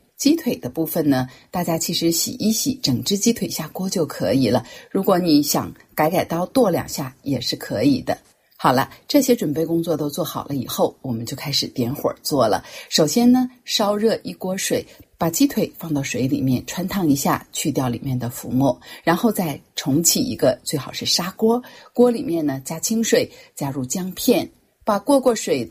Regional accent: China

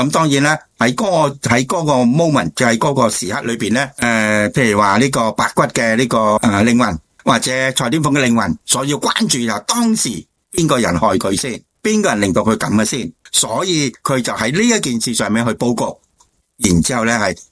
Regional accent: China; 所以我哋中国人有讲18年后一条好汉啊嘛

